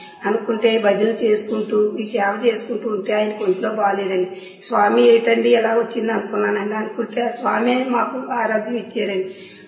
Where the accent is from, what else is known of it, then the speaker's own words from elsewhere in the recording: Palamuru, Telangana, India; రమ్మండి, మాది పాలమూరు అండి.